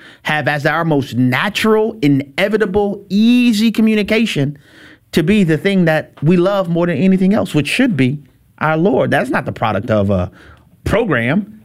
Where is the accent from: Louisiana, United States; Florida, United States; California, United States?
Louisiana, United States; You know, often saying, you know, you're from my home state of Louisiana